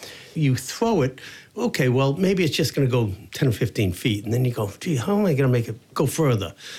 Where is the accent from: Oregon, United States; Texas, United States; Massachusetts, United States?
Massachusetts, United States; Wakefield; Well, I grew up in Wakefield. I used to summer on Cape Cod, and when I was 6 or 7 years old, I went over to the local drugstore